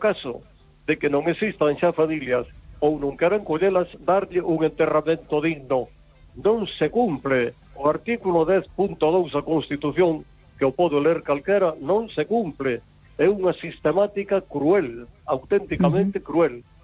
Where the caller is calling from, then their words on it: Vigo, Galicia, Spain; Sí, vamos a ver